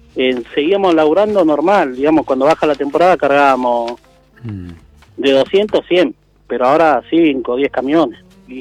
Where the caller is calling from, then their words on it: Pilar, Buenos Aires Province, Argentina; Yo soy de acá, de Pilar, que bueno. Estoy trabajando. Soy de Pilar, zona norte de Buenos Aires.